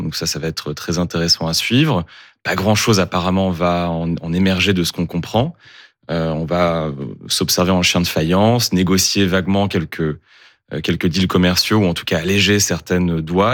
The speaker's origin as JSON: {"language": "French", "country": "France", "said": "en tout cas en tant que Français et Européens."}